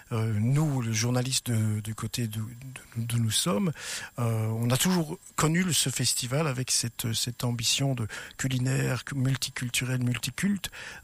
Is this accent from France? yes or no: no; Belgium; à nous, la Belgique